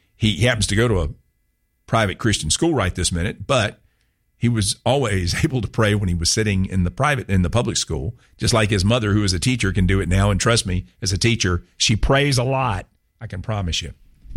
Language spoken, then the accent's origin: English; Augusta, Georgia, United States; I grew up in National Hills. Washington Road was right there.